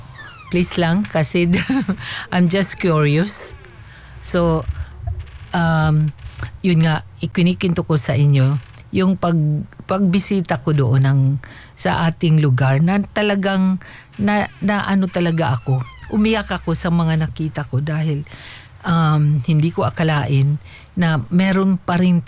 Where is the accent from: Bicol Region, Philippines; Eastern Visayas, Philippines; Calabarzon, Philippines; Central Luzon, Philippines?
Eastern Visayas, Philippines; moved away; sa probinsya namin, doon sa Samar